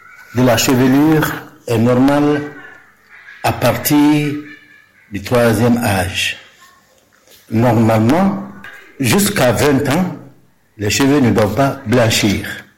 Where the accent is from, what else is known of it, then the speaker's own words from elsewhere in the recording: Guinea; chez nous en Guinée